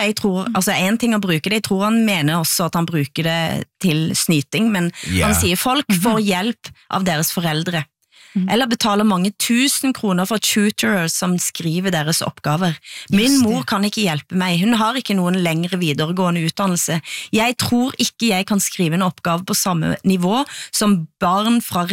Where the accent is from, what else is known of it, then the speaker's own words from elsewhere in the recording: Erfjord, Rogaland, Norway; Som inkluderer Borges og Erfjord, der jeg kommer fra, vel å merke.